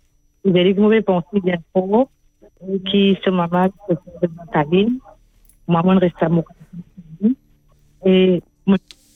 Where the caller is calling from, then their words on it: Port Louis, Mauritius; de Port-Louis.